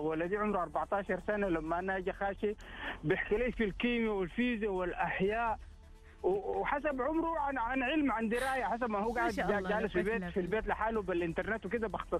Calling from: Jeddah, Makkah Province, Saudi Arabia

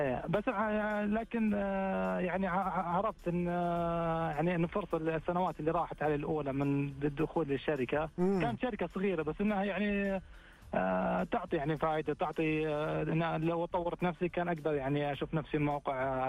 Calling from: Riyadh, Riyadh Province, Saudi Arabia; أنا أكلمك من الرياض

